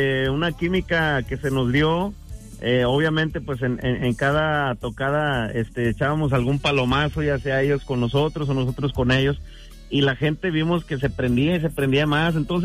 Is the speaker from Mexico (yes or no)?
yes; San Luis Potosí, Mexico; Somos con raíces de San Luis Potosí.